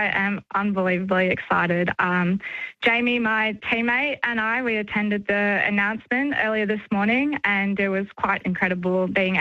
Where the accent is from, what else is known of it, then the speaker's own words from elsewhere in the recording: Sydney, New South Wales, Australia; moved away as an adult; now in Brisbane, Australia; I was 8 years old. I grew up in Sydney, actually.